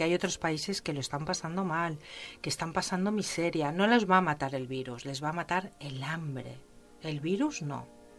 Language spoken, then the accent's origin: Spanish; Catalonia, Spain; europea y me considero, yo soy española, soy catalana, pero yo soy ciudadana del mundo, porque no me considero ni catalana ni española